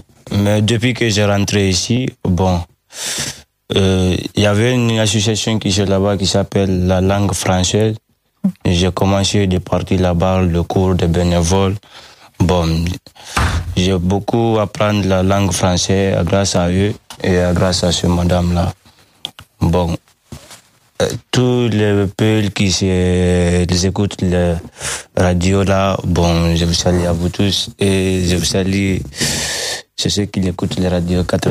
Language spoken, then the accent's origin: French; Guinea; d'abord, je viens de la Guinée-Conakry.